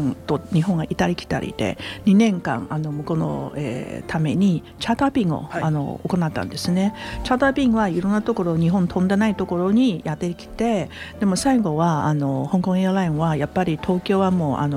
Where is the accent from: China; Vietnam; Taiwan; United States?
Taiwan; moved away as an adult; now in Japan; 台湾の出身なんですけど、大学卒業したら日本に参りました。もう早いんですね。47年も日本にいました。